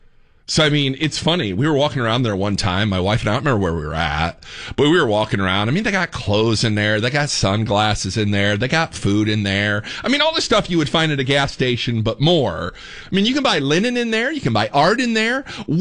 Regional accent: Fort Wayne, Indiana, United States; now in Texas, United States; I mean, we're from Fort Wayne, Indiana. Right? So we moved down here.

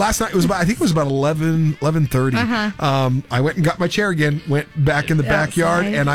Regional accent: Fort Stanton, New Mexico, United States; moved away; I grew up in Fort Stanton, uh-huh. which is just outside of Capitan, and we used to get a lot of rain.

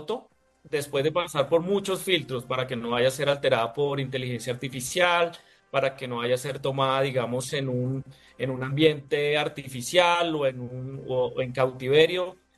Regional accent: Colombia; Yo creo que a mí como colombiano me da mucho orgullo mostrar la historia que hay detrás de cada una de estas fotos.

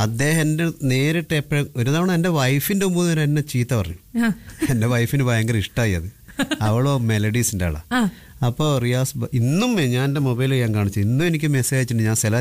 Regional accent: Vadakara, Kerala, India; നമ്മുടെ നാട്ടിൽ, ഇപ്പൊ എന്റെ നാട്ടിൽ വടകര

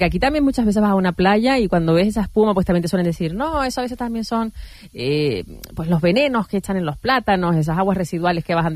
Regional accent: Canary Islands, Spain; como pueblo totalmente conectado, como pueblo canario conectado al mar

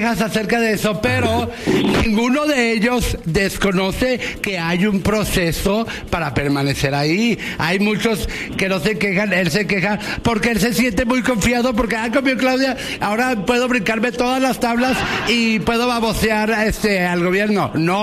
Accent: Mexico; Somos mexicanos, Jorge, tú y yo sabemos que a veces nos brincamos las trancas

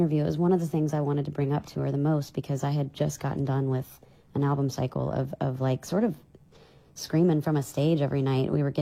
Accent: Meridian, Mississippi, United States; born or raised there

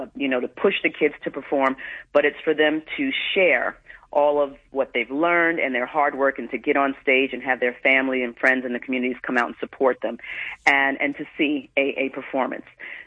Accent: Jamaica, Queens, New York, United States; I went to a local dance school. I'm from Jamaica, Queens, New York, and Bernice Johnson had a studio.

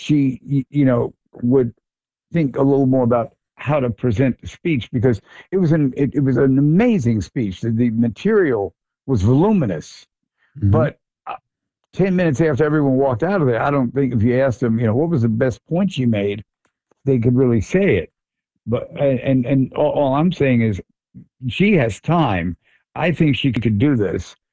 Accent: Long Island, New York, United States; We're both from Long Island

